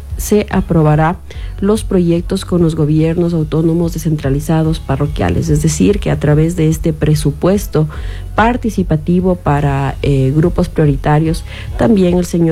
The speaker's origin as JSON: {"language": "Spanish", "country": "Ecuador", "said": "nos ha complicado a nosotros como ecuatorianos"}